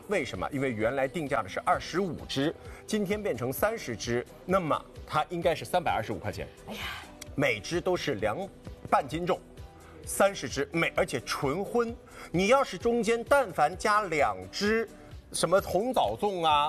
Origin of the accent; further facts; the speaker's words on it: Jiangnan, China; 尤其是中国人啊，我觉得尤其是咱们江南人，对于糯米这样的东西，其实是没有办法。